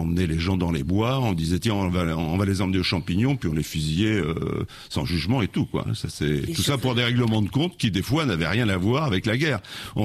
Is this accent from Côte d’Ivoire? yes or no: no; Auvergne-Rhône-Alpes, France; mon village natal dans l'Allier